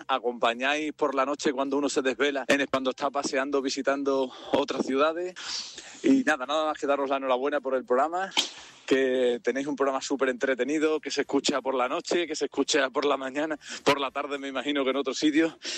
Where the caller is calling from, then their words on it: Extremadura, Spain; Aquí un extremeño ponedor escuchándoos desde China, recorriendo el centro de China con su hija.